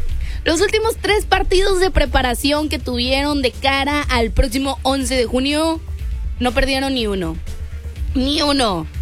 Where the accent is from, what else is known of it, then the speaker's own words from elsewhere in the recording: Mexico; ese 12º jugador que somos todos nosotros mexicanos, que estamos recibiendo en casa